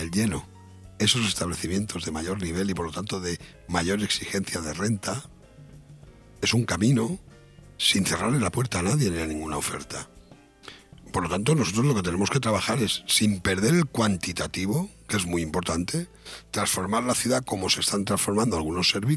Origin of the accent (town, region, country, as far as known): Benidorm, Valencian Community, Spain